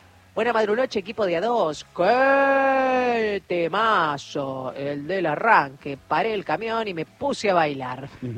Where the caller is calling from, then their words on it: Córdoba, Argentina; de Córdoba Capital.